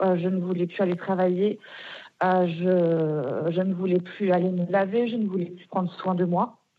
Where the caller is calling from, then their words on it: Bordeaux, Nouvelle-Aquitaine, France; Alors, j'habite en Gironde, à Bordeaux.